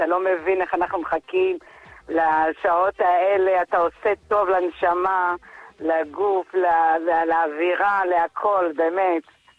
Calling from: Netanya, Central District, Israel

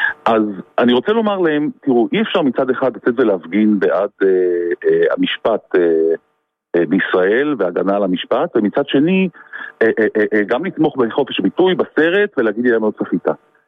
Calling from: Northern District, Israel; אני מהצפון.

